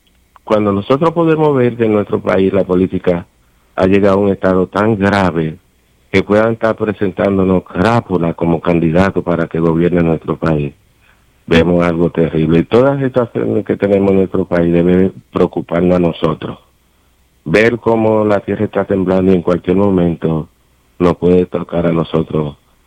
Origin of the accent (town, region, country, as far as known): Dominican Republic; now in United States